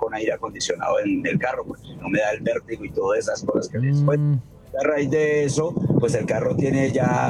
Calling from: Puerto Tejada, Cauca, Colombia; yo trabajo aquí en Cali, pero no vivo en Cali. Vivo en un barrio que se llama Ciudad del Sur, cerca de Puerto Tejada, porque pues allá el arrendamiento es más cómodo de lo que yo podría pagar aquí en Cali.

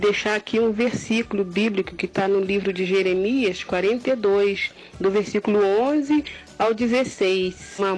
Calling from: Santa Maria Madalena, Rio de Janeiro, Brazil; eu moro em Santa Maria Madalena, moro na zona rural

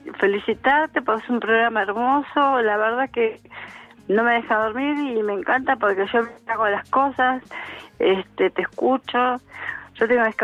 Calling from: Buenos Aires, Argentina; De Soldati.

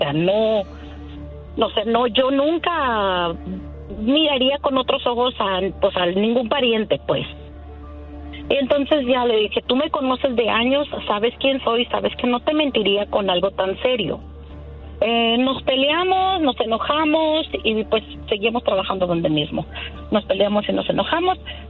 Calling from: Oklahoma, United States; Desde Oklahoma.

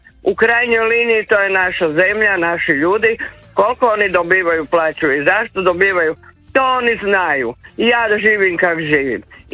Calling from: Croatia

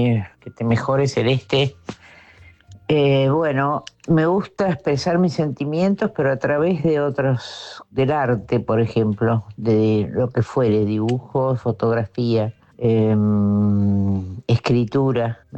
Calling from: Uruguay; de Uruguay.

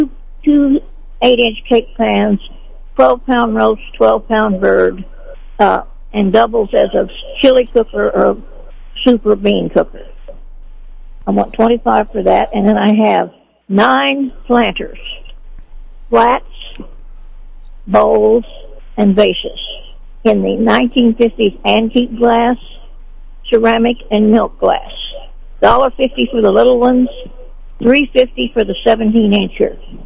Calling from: Sedalia, Missouri, United States; Yes, I'm calling from Sedalia.

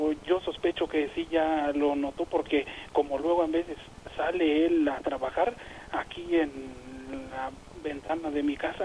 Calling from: Salamanca, Guanajuato, Mexico; Yo hablo de acá de La Ordeña, diva, municipio de Salamanca, Guanajuato, la cuna de las pensiones.

